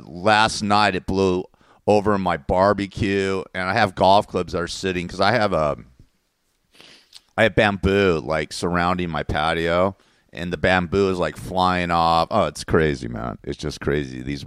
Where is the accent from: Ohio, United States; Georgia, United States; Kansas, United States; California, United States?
California, United States; Agoura; My buddy, who I grew up with in Agora, Westlake Village, known him for over 50 years, moved down to Oceanside.